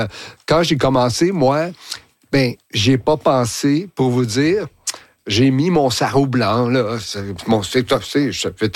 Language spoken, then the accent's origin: French; Sainte-Adèle, Quebec, Canada; Et puis, il y a une de mes employées de Sainte-Adèle. Moi, je suis de Sainte-Adèle.